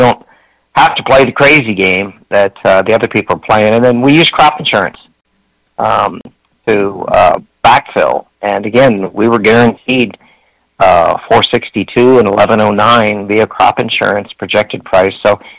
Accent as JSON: {"language": "English", "region": "Iowa", "country": "United States"}